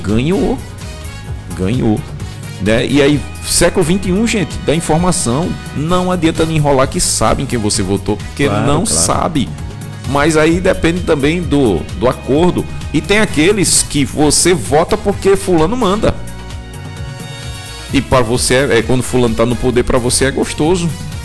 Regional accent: Brazil

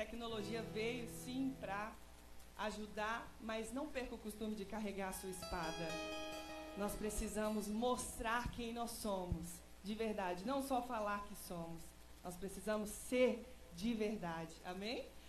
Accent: Belo Horizonte, Minas Gerais, Brazil; Nós somos mineiros de Belo Horizonte

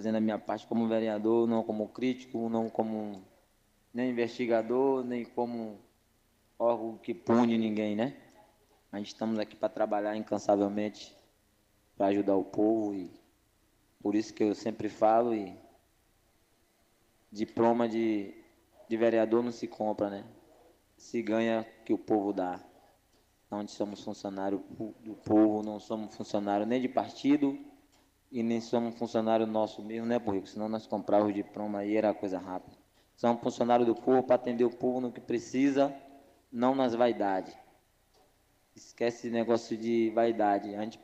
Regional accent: Conceição do Jacuípe, Bahia, Brazil; Eu sou de Birimbau. Sou de Conceição do Jacuípe, sou vereador aqui

